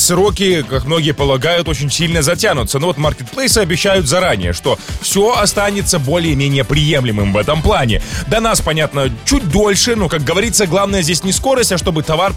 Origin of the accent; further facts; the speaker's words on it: Belarus; у нас у белорусов есть хорошая черта.